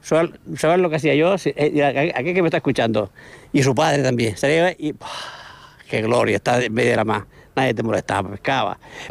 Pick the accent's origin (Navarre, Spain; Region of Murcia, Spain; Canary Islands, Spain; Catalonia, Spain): Region of Murcia, Spain; Mazarrón; now in Cartagena, Spain; Yo soy de Mazarrón.